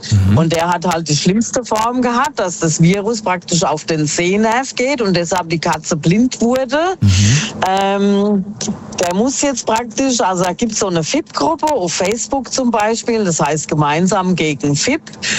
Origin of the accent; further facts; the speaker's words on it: Miltenberg, Bavaria, Germany; Ja, ich komme aus dem Raum Miltenberg.